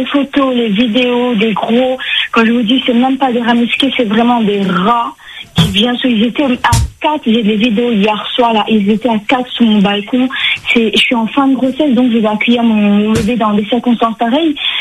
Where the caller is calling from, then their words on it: L'Étang-Salé, Réunion; moi j'habite à l'Étang-Salé.